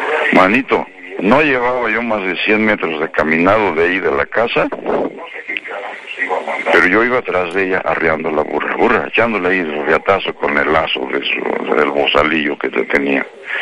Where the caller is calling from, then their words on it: Amatepec, State of Mexico, Mexico; Amatepec está a unos 2000 y fracción metros sobre el nivel del mar. Estamos, aquí somos Estado de México, estamos a 130.